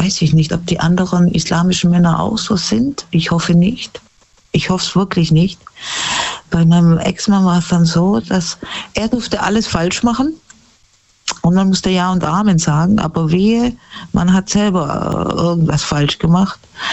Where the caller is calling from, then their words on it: Germany; Und dann bist du ja auch noch in einem Religionsbereich, wo du eigentlich dich nicht so auskennst als Deutsche.